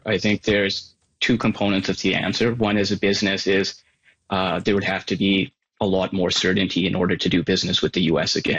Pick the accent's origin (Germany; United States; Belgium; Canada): Canada; as a Canadian myself, which, you know, there is a little bit of hard feelings involved